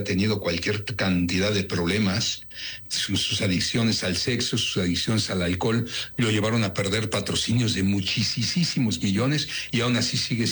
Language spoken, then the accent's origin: Spanish; Mexico